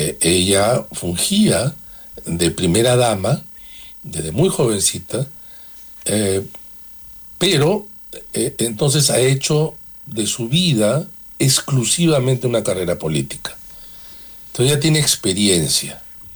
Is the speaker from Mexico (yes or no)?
no; Peru